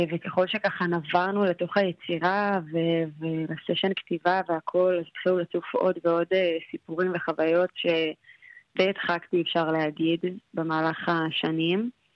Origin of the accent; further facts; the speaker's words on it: Netivot, Southern District, Israel; now in Tel Aviv, Israel; אני בת 28, במקור אני מנתיבות, היום אני גרה בתל אביב